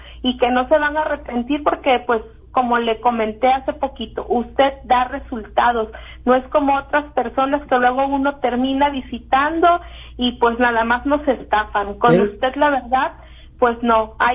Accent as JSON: {"language": "Spanish", "town": "Fort Worth", "region": "Texas", "country": "United States"}